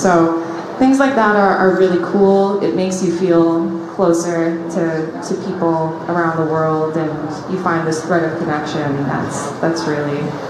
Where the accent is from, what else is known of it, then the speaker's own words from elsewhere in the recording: Toronto, Ontario, Canada; Mm-hmm. I'm from Toronto.